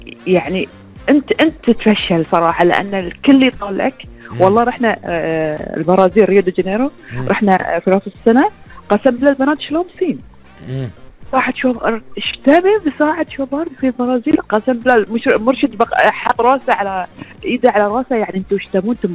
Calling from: Qatar

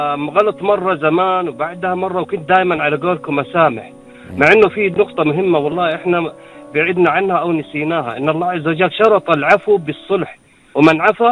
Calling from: Jubail, Eastern Province, Saudi Arabia; من الجبيل من السعودية.

